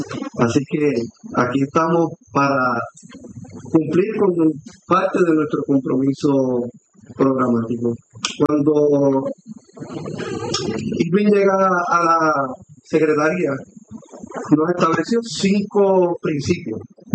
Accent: Adjuntas, Puerto Rico; Soy de Adjuntas.

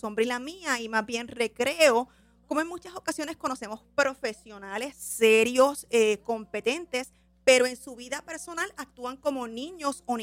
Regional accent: Mayagüez, Puerto Rico; now in Cupey, Puerto Rico; Yo soy de Mayagüez.

